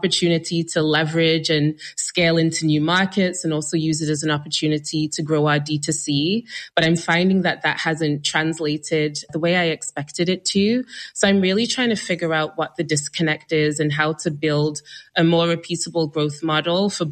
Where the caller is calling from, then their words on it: Toronto, Ontario, Canada; I'm calling from Toronto, Canada.